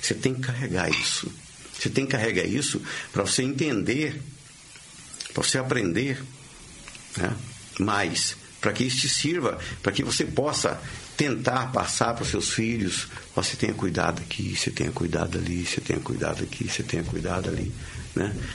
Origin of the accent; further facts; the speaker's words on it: Santa Helena de Goiás, Goiás, Brazil; Eu posso dizer para você, eu sou lá de Santa Helena de Goiás, né? E da cidade era tão pequena que você sabia